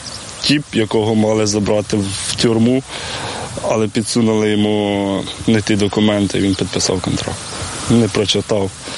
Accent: Khmelnytskyi, Khmelnytskyi Oblast, Ukraine; А я з Хмельницького, і російська мова мені не дуже підходить.

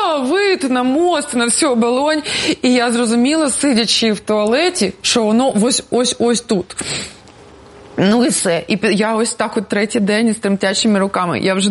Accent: Kharkiv, Kharkiv Oblast, Ukraine; звичайно. Я віце-королева Харкова 94.

